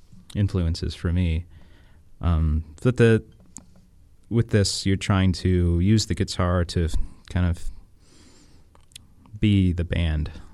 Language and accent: English; Clymer, Pennsylvania, United States; also born or lived in Indiana, Pennsylvania / Washington, Pennsylvania; now in Pittsburgh, United States; Well, I'm originally from Indiana, Pennsylvania, home of IUP. Grew up in a little town called Clymer, and from there moved to Washington, Pennsylvania. Now I live in Pittsburgh.